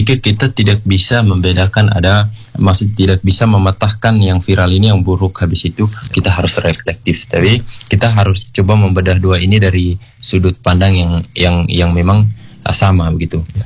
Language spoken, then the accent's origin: Indonesian; East Nusa Tenggara, Indonesia